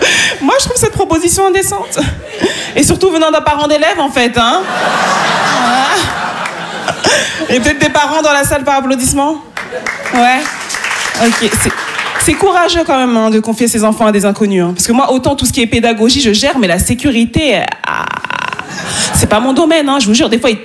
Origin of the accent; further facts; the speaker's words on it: Île-de-France, France; born there; C'est peut-être parce que je suis née dans le Val-d'Oise, connasse, hein, peut-être, c'est un indice.